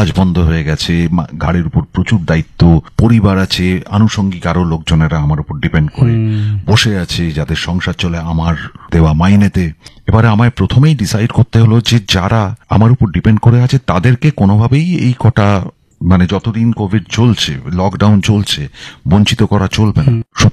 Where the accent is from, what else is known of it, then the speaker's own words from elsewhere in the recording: India; তারা কোনো সময়ই ভাবেনি আমি ভারতীয়, বিশেষ করে আমি তো বাঙালি নই আর কি।